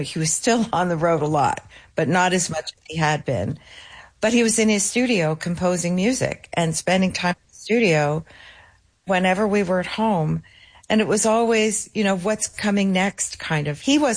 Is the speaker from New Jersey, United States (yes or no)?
yes; New Jersey, United States; born there; moved away; also born or lived in Rochester; I grew up in New Jersey, so not very far from the city.